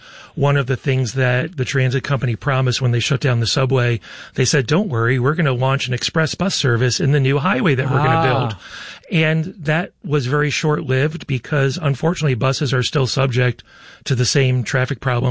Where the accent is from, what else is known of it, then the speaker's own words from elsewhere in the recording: New York, United States; now in Rochester, United States; Growing up outside New York City and riding trains and using transit is just a part of life. I grew up in the suburbs, worked in New York City.